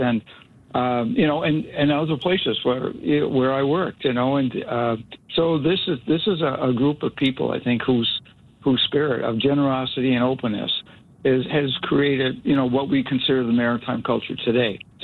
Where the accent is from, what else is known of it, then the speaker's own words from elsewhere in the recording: Cape Breton, Nova Scotia, Canada; growing up in Cape Breton with the Acadian communities around us and an interest in French.